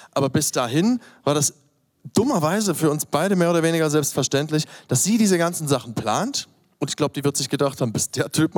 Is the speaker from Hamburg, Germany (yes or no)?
no; Dresden, Saxony, Germany; born there; moved away; also born or lived in Berlin; ich komme aus Dresden gebürtig und wir haben in Berlin gelebt